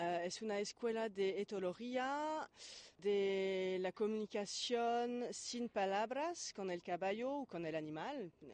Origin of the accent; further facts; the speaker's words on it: Paris, Île-de-France, France; soy de París y soy la directora general del Barn desde 3 años.